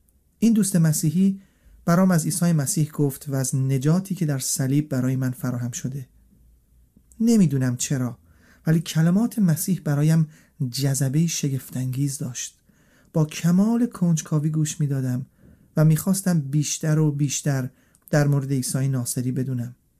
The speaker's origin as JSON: {"language": "Persian", "country": "Iran", "tie": "born there", "said": "من در یک خانواده نسبتاً مذهبی در ایران متولد شدم."}